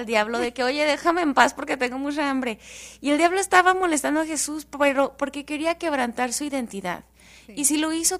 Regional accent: El Paso, Texas, United States; Yo soy de aquí, de El Paso, Texas. Aquí nací y aquí he crecido, y aunque mucha gente se quiere ir a otras ciudades grandes, a mí me encanta mi ciudad, yo amo mi ciudad del Paso.

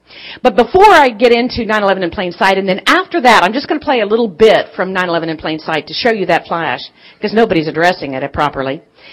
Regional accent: Kansas, United States; Number one, I'm from Kansas

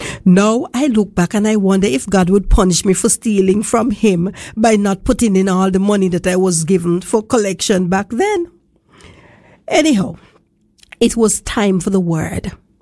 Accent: Harris, Montserrat; this short story is based on my experience as a child growing up in Harris's and going to that same church.

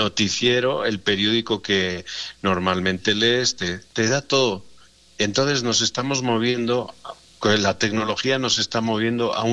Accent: Mexico; todos somos mexicanos y al día siguiente todo sigue igual.

